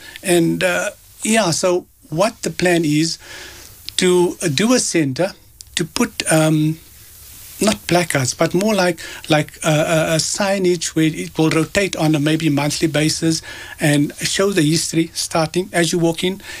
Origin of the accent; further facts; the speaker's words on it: Johannesburg, Gauteng, South Africa; I grew up in Bosmont as well. One of the, I think, 1963, I think that Bosmont started.